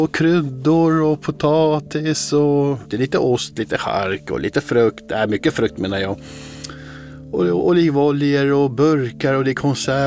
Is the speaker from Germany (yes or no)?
no; Eastern Turkey, Turkey; Där vi kommer, vi är assyrier från östra Turkiet.